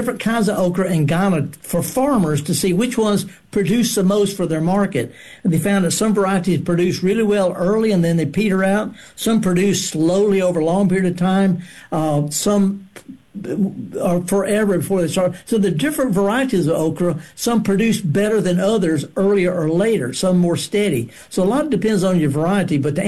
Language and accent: English; Mississippi Delta, United States; Okay, now I'm from the Delta.